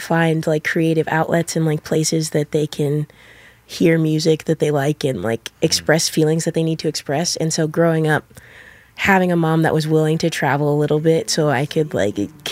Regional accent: Arizona, United States; I grew up in Arizona. My family is originally from Nigeria, but my parents moved from Nigeria to the States in like the 80s. And then they had a few babies and I was one of them.

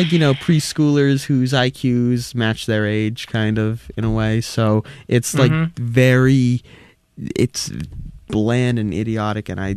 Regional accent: Massachusetts, United States; But because I'm from, like, New England, you know, I'm from Massachusetts, so...

